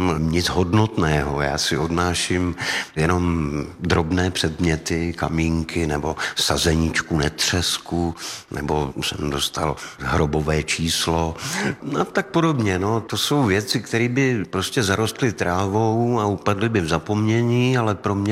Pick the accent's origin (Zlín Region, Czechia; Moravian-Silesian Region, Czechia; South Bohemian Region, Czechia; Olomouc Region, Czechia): Olomouc Region, Czechia; Olomouc; jsem ze Severní Moravy, jsem z Olomouce